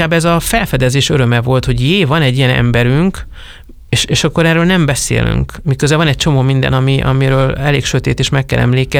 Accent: Transylvania, Romania; az erdélyi magyar kisebbség tagja vagyok

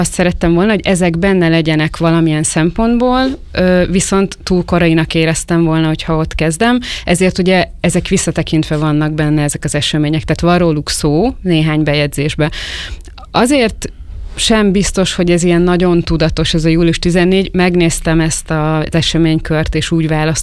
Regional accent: Tolna, Hungary; now in Pécs, Hungary; tehát én ott élek, Pécsen élek, bár nem ott nőttem föl, tehát a regénynek a múltbeli szála, amikor játszódik, akkor én nem Pécsen éltem még, hanem egy kisebb városba, egy faluba nőttem föl gyakorlatilag Dombóvár mellett.

